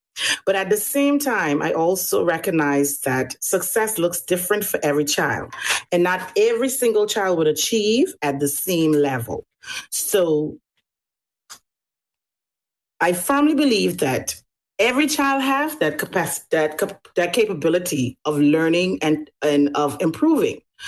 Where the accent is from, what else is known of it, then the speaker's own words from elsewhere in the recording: North Caicos, Turks & Caicos Islands; I hail from the Green Island of North Caicos.